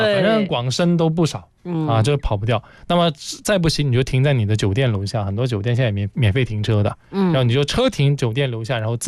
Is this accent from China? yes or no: yes; Guangzhou, Guangdong, China; 啊，作为老广。